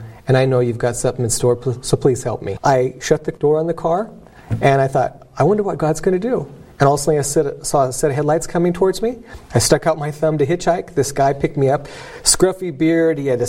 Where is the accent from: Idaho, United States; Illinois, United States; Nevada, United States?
Idaho, United States; St. Maries; it turned out that I told him I was from St. Mary's, Idaho.